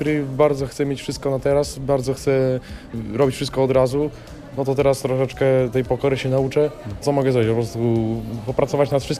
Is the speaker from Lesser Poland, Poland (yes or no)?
no; Szprotawa, Lubusz Voivodeship, Poland; u mnie w Szportawie, gdzie się wychowałem, urodziłem i pierwsze kroki w sporcie stawiałem